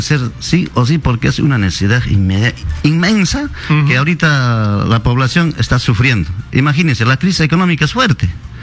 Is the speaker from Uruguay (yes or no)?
no; Cusco, Peru; a pesar de que somos de Cusco